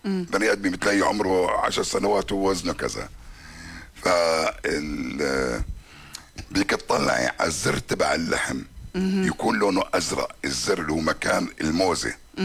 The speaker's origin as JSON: {"language": "Arabic", "country": "Jordan", "said": "أصل الجميد عندنا بالأردن من الكرك"}